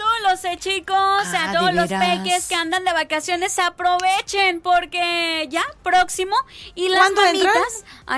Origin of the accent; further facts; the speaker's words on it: Mexico; así somos los mexicanos